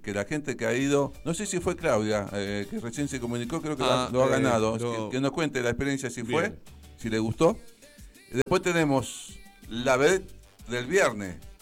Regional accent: Lobería, Buenos Aires Province, Argentina; moved away; la nostalgia de mi pueblo en Lobería.

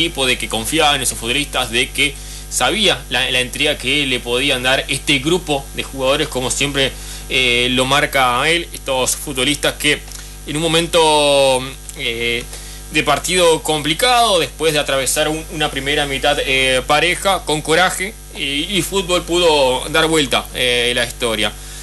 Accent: Argentina; somos futboleros, los argentinos somos futboleros

